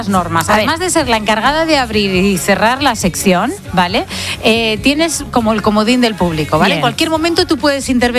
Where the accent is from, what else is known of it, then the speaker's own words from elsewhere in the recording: Extremadura, Spain; Yo que soy extremeña también es la mía, ¿eh?